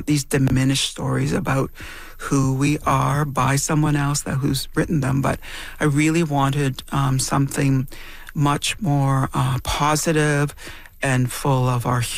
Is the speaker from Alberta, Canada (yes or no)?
no; Temagami, Ontario, Canada; When I grew up in Temagami, Northern Ontario, but I think this is true for all across Canada